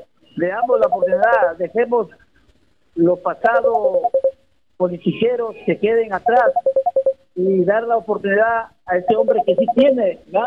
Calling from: Olmos, Lambayeque, Peru; Del caserío El Imperial.

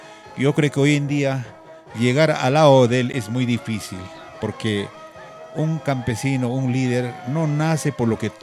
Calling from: Monterrey, Nuevo León, Mexico; Y donde vengo en estos momentos de Monterrey, y donde cual pues muchos de nuestros oyentes te escuchan

